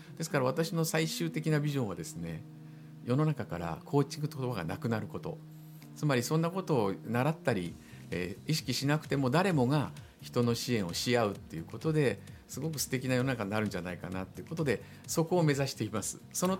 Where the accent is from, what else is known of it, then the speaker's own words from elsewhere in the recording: Sapporo, Hokkaido, Japan; 生まれも育ちも札幌です。